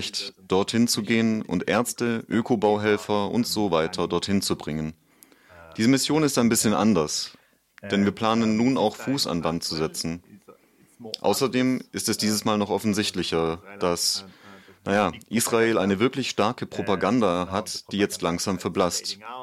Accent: France; Ich bin Franzose

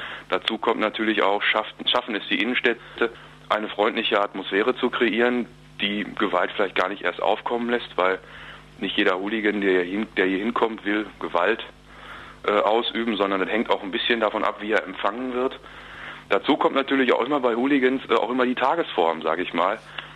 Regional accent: Duisburg, North Rhine-Westphalia, Germany; moved away; Also ich komme aus Duisburg ursprünglich.

